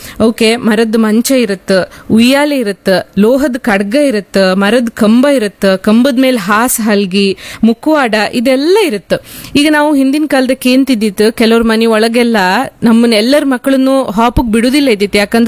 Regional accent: Kundapura, Karnataka, India

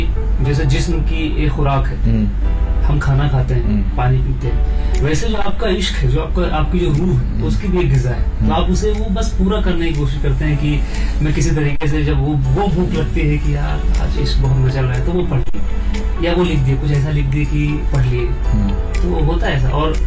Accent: Lucknow, Uttar Pradesh, India

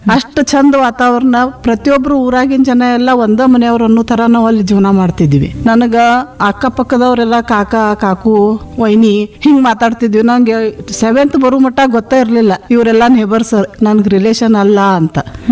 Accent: Munnolli, Karnataka, India; born there; ನಾನು ಹುಟ್ಟಿದ್ದು ಮುನ್ನೋಳ್ಳಿಯಲ್ಲಿ, ಸವದತ್ತಿ ತಾಲೂಕು ಮುನ್ನೋಳ್ಳಿ ಗ್ರಾಮ.

